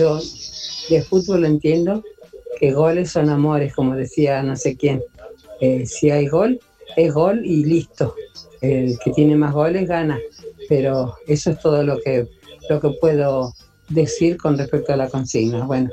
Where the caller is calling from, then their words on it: Quilmes, Buenos Aires Province, Argentina; de Quilmes.